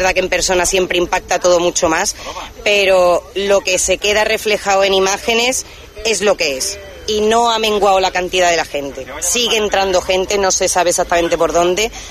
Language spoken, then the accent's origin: Spanish; Málaga, Andalusia, Spain; also born or lived in Zaragoza; Pues mira, yo soy mañagueña, mitad de Málaga, mitad de Zaragoza.